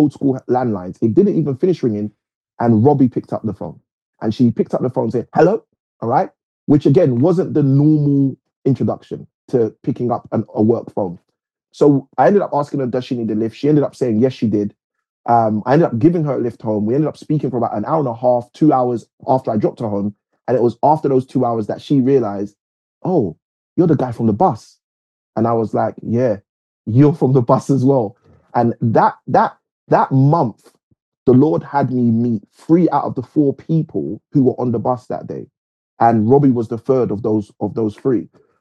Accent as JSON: {"language": "English", "country": "United Kingdom", "tie": "born there", "said": "being born British, being in the UK"}